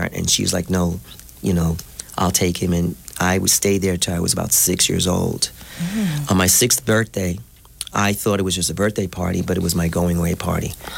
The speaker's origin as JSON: {"language": "English", "region": "New York", "country": "United States", "tie": "born or raised there", "also_born_or_lived": "Brooklyn, New York", "moved": "yes", "said": "Actually, I'm originally from Spanish Harlem, New York, Upper Manhattan, El Barrio."}